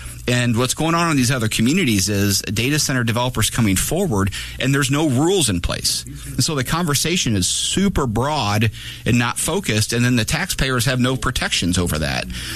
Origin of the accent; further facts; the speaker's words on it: Divernon, Illinois, United States; I grew up in Divernon. My parents both grew up in Springfield on the east and down on the Cabbage Patch.